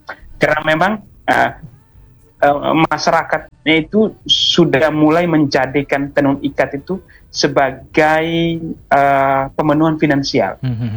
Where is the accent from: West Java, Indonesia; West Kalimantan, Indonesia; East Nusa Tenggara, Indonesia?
East Nusa Tenggara, Indonesia; dalam versi kami orang Sika bagian timur